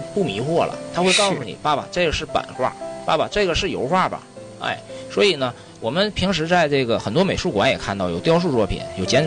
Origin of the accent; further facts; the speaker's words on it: Yingkou, Liaoning, China; 我的家乡有大海，有鲅鱼公主，有望儿山